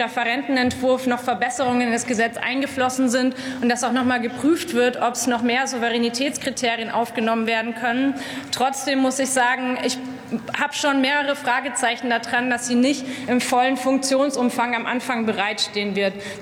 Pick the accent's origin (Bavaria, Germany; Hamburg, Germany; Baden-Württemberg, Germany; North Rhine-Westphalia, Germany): Bavaria, Germany; Nuremberg; Im Moment in meiner Heimatstadt Nürnberg wurde eine Haushaltssperre verhängt.